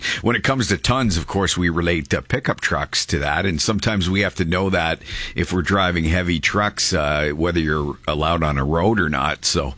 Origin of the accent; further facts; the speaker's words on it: Canada; I do make the conversion because I think people are, you know, we're still like Canadians are doing both of those things.